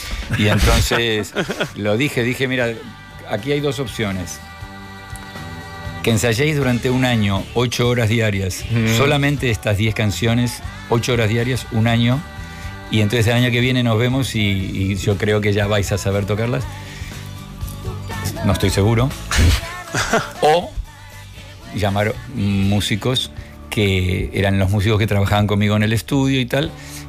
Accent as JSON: {"language": "Spanish", "town": "Murcia", "region": "Region of Murcia", "country": "Spain", "said": "y yo decía, pero si soy de Murcia. ¿Dónde está?"}